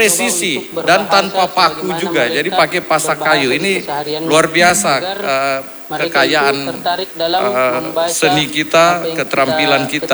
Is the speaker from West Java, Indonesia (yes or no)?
no; Toraja, South Sulawesi, Indonesia